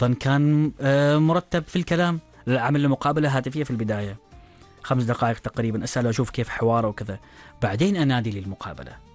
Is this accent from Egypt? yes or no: no; Oman; هل أنا كبنت عمانية خريجة أحط صورتي في اللينكدين أم لا